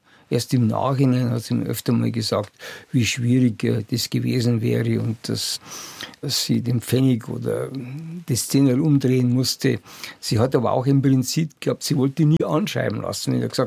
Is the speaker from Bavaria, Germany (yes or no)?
yes; Bavaria, Germany; moved away as an adult; now in Munich, Germany; dass ich dann also in München hier so als Niederbayer mehr oder weniger als rückständig eingruppiert wurde.